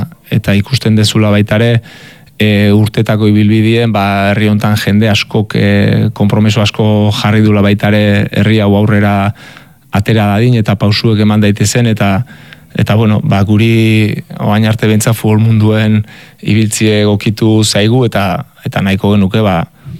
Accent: Azpeitia, Basque Country, Spain; Azpeitiarra Gipuzkoarra naiz

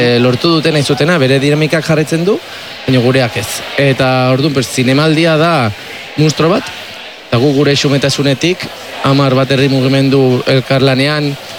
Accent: San Sebastián, Basque Country, Spain; ni Donostiarra naiz

